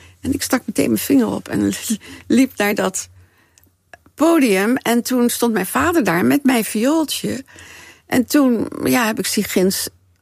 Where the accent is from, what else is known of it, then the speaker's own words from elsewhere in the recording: Haarlem, North Holland, Netherlands; Maar ik ben in Haarlem geboren.